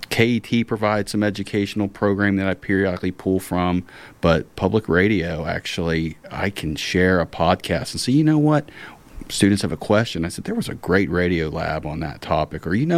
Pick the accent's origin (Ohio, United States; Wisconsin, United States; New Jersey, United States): Ohio, United States; also born or lived in Eastern Kentucky; So growing up in Southern Ohio and parts of Eastern Kentucky